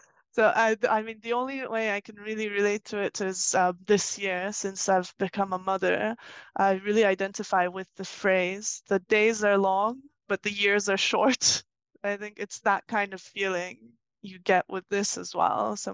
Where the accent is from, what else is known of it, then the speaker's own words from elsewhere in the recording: Turkey; moved away as an adult; also born or lived in United Kingdom / New York, United States; now in France; I was born in the UK. Both my parents are Turkish. I grew up in Turkey. Then I left when I was 18. I lived in the US, in New York, and then I went back to the UK. And now I'm in France.